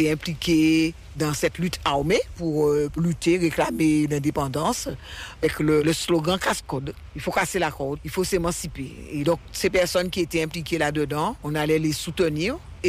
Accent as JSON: {"language": "French", "area": "Marie-Galante", "country": "Guadeloupe", "tie": "born or raised there", "said": "J'aime bien dire que je suis de Marie-Galante parce que c'est Marie-Galante qui m'a appris à affronter la vie sans en avoir peur. Marie-Galante, c'est un îlot."}